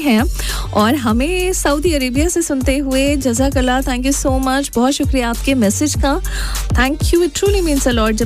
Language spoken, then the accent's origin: Hindi; Aligarh, Uttar Pradesh, India; नहीं मैं मुजफ्फरनगर से नहीं अलीगढ़ से हूँ.